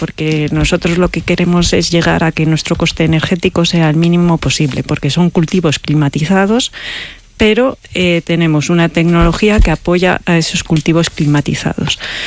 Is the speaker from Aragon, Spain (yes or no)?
no; Valladolid, Castile and León, Spain; moved away as an adult; now in Becerril del Carpio, Spain; Yo soy vallisoletana, pucelana.